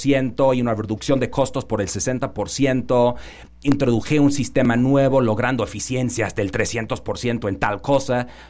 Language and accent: Spanish; London, United Kingdom; Spanish is a second language; moved away as an adult; now in Mexico City, Mexico; Yo soy de Londres, perdón este acento. Ya mexicano de corazón